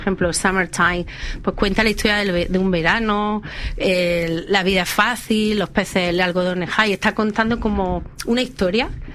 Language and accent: Spanish; Almería, Andalusia, Spain; also born or lived in Madrid; yo soy muy andaluza, me encanta Andalucía, me encanta mi tierra, Almería